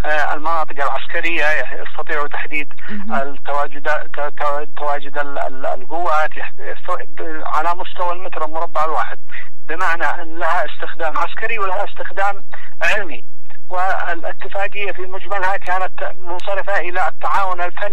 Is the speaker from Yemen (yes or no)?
yes; Yemen; عندنا في اليمن